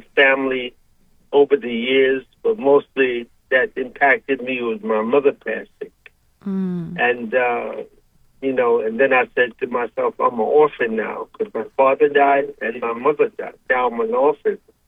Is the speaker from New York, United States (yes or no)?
yes; Brooklyn, New York, United States; Brooklyn.